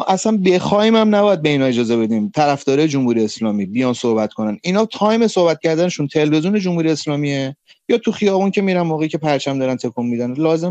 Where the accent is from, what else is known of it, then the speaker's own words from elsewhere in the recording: Karaj, Alborz, Iran; من بچه کرجم، بچه محله خودمو میشناسم.